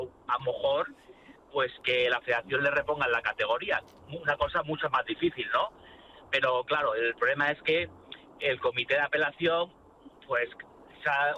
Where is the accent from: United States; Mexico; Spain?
Spain; Madrid, Community of Madrid; aunque soy madrileño, como bien sabéis